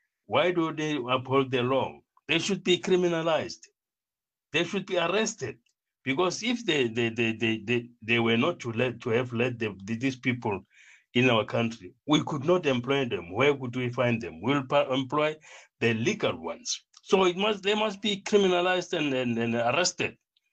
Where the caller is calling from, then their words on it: Limpopo, South Africa; Good morning, Joanne. … from Limpopo.